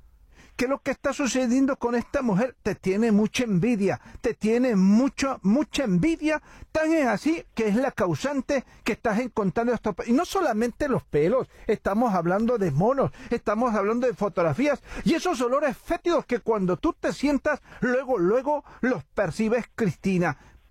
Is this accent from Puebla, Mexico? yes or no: no; Catemaco, Veracruz, Mexico; de donde yo vengo, en Catemaco, Veracruz, no andamos por las ramas.